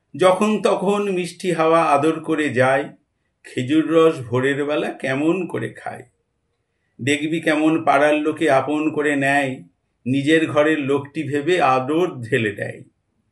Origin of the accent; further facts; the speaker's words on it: West Bengal, India; moved away; আমার ছোটবেলায় গ্রামে কেটেছে, মুর্শিদাবাদের গ্রামে।